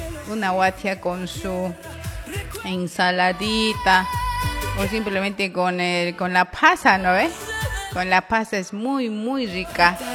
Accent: Challapata, Oruro, Bolivia; moved away; mi lindo Oruro, allá en mi pueblo, en Chayapata

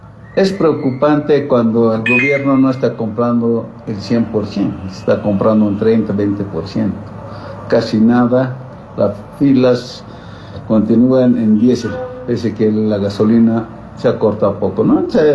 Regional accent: Bolivia; somos Bolivia

